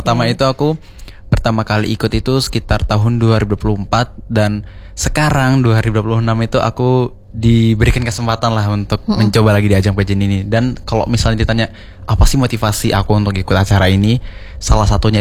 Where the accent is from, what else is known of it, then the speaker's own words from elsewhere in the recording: Lampung, Indonesia; moved away as an adult; now in Yogyakarta, Indonesia; Kalau aku pribadi sebenarnya itu orang tua Jogja sih Kak. Tapi kalau aku pribadi itu lahir di Lampung. Jadi aku lahir gede sampai SMA itu aku di Lampung.